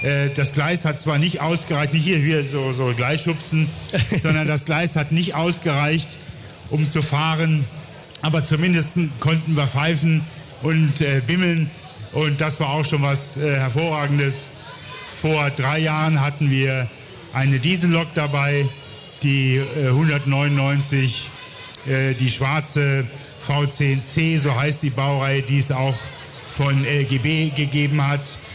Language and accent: German; Saxony, Germany; Ja, erstmal ein herzliches Glück auf. So wie man bei uns im Erzgebirge sagt, ein alter Bergmannsgruß, der sich bis heute gehalten hat.